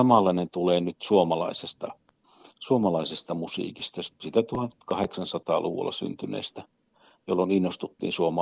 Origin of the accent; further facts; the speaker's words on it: Eastern Finland, Finland; mä itse olen Itä-Suomesta kotosi ja aina täällä tavalla tai toisella asun